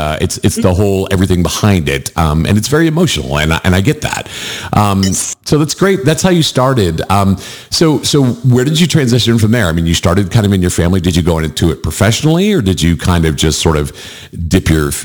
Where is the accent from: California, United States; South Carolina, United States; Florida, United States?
South Carolina, United States; now in Nashville, United States; I grew up in the 90s. I grew up in South Carolina, and I live in Nashville now. So I kind of grew up in the Southeast.